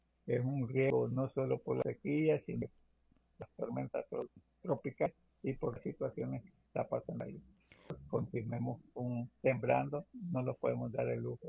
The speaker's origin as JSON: {"language": "Spanish", "country": "El Salvador", "said": "como buenos salvadoreños, seguir pudiendo para garantizar la comida"}